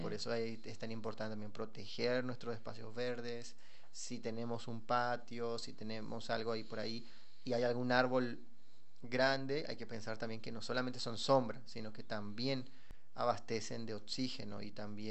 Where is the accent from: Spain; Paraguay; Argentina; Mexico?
Paraguay; Coronel Oviedo, Caaguazú; yo, que soy de Coronel Oviedo